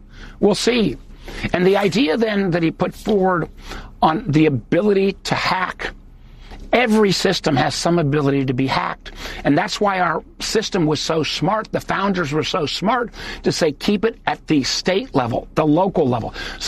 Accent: United States; As an American, I'm embarrassed.

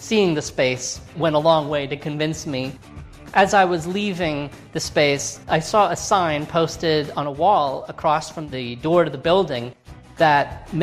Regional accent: United States; moved away as an adult; also born or lived in New York City / Washington, D.C.; now in Lisbon, Portugal; We're an American family. We lived for many years in New York City, and before moving to Lisbon, we lived in Washington, D.C. for 10 years.

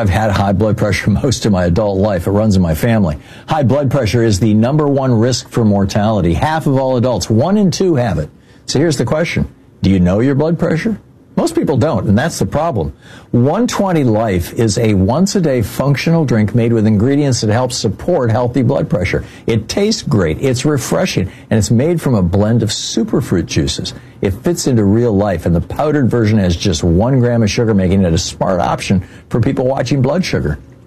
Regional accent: Michigan, United States; born or raised there

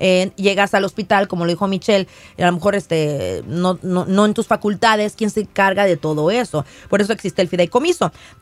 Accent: Mexico; No, así somos los mexicanos.

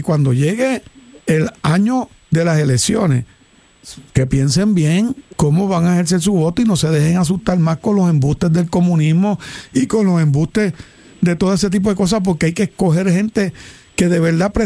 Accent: Puerto Rico

